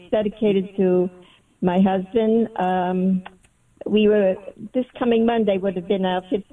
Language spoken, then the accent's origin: English; New York, United States; accent: Brooklyn; Excuse my Brooklyn accent.